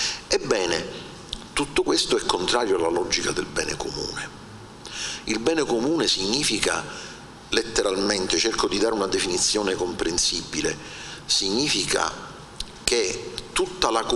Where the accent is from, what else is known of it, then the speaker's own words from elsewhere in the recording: Palermo, Sicily, Italy; io vengo da Palermo, città disastrata dal sacco edilizio